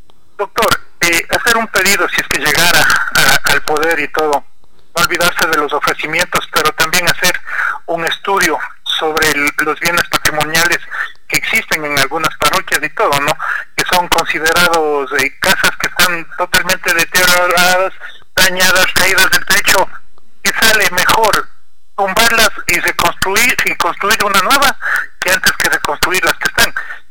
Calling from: Cotopaxi, Ecuador; desde José Huango Bajo.

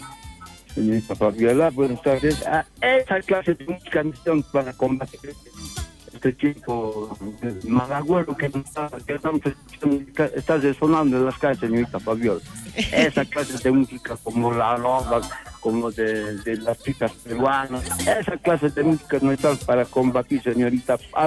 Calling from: Oruro, Bolivia

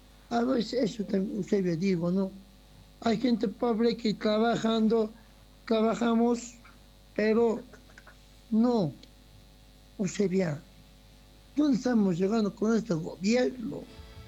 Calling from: Bolivia

